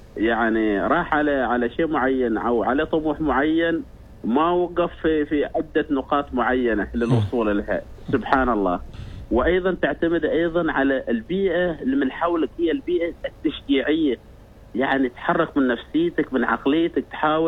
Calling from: Oman; وهذا أكبر فخر لنا إحنا كعمانيين على هذه الأرض الطيبة.

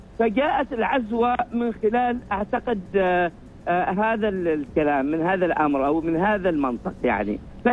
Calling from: Bidbid, Ad Dakhiliyah, Oman; نحن في ولاية بدبد سواء في نفعة أو في فنجة

